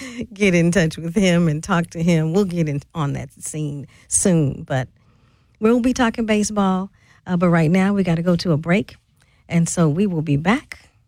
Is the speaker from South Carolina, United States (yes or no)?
no; St. Louis, Missouri, United States; When I grew up, as I mentioned, I grew up in St. Louis.